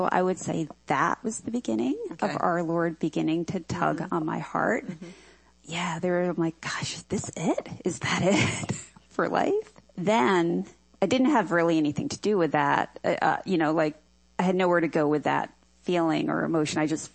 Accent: Long Island, New York, United States; growing up on Long Island

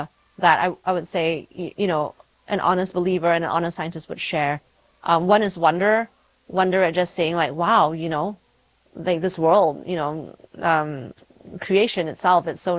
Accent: Malaysia; now in Houston, United States; So I grew up in Malaysia

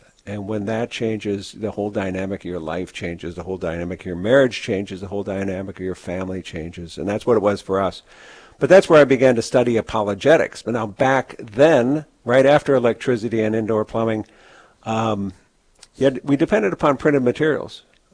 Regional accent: St. Paul, Minnesota, United States; I was born and raised in St. Paul. I was the youngest of five, and my parents sacrificed a lot to send me to Catholic school

